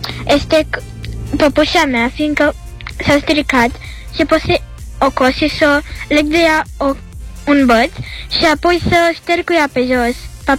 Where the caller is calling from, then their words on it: Bucharest, Romania; din București și am 8 ani.